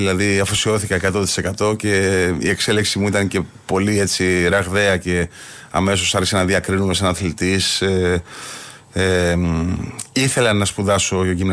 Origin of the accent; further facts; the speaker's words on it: Volos, Thessaly, Greece; moved away as an adult; now in Athens, Greece; Όπως εγώ γεννήθηκα στο Βόλο, μεγάλωσα στο Βόλο μέχρι την τελευταία τάξη του Λυκείου.